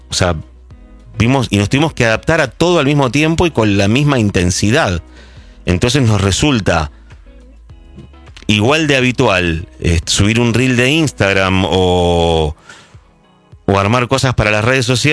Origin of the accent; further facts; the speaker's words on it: Chaco, Argentina; Los otros los jugaba yo cuando chica en el Chaco. A mí me hacían muñecas de trapo y a mis hermanos pelotas de medias.